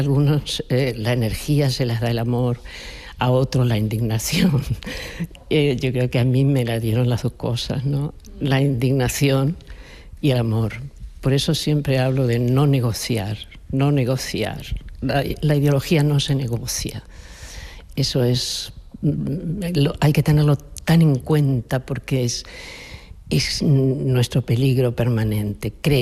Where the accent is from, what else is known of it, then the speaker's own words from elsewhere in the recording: Argentina; en mi caso, en nuestro caso, en Argentina